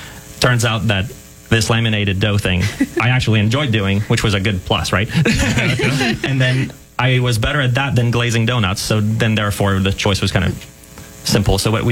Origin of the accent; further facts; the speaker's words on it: Quebec, Canada; I was about 20 minutes south of Montreal in a smaller town where there was a bakery, I think.